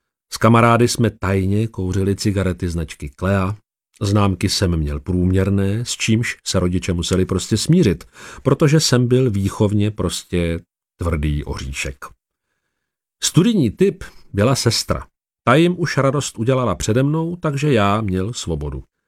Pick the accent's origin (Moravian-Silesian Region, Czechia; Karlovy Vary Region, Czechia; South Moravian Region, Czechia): South Moravian Region, Czechia; Tišnov; also born or lived in Brno; Pocházím z Tišnova, což je město v okrese Brno-venkov, asi 20 km severozápadně od Brna, nedaleko soutoku Svratky a Loučky. Ovšem na svět jsem přišel v Brně